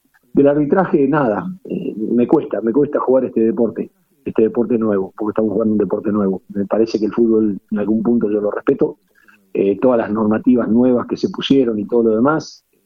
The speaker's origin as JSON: {"language": "Spanish", "country": "Argentina"}